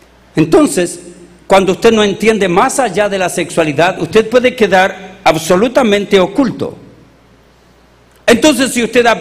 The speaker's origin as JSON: {"language": "Spanish", "country": "Chile", "tie": "born there", "moved": "yes", "said": "Porque yo nací en Chile. Soy chileno. Creía que Dios era chileno cuando vivía en Chile. Yo nací en la iglesia pentecostal"}